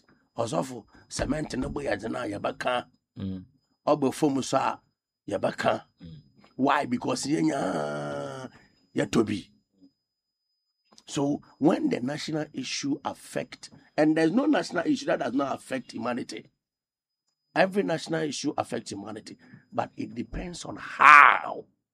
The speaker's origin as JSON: {"language": "English", "country": "Ghana", "said": "I was disappointed as a Ghanaian because it is not a local event."}